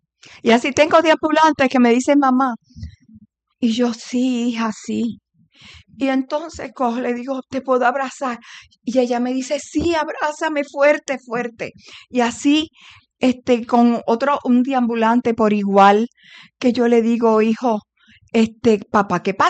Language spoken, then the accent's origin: Spanish; Puerto Rico; yo soy más puertorriqueña que el coquí.